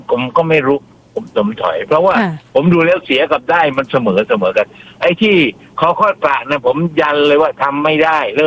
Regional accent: Southern Thailand, Thailand; ผมเนี่ยเป็นคนใต้คนตะลง

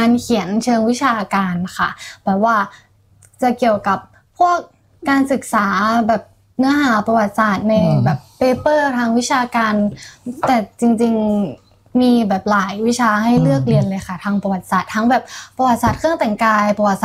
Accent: Phrae, Thailand; moved away as an adult; now in Bangkok, Thailand; โตที่แพร่ค่ะ

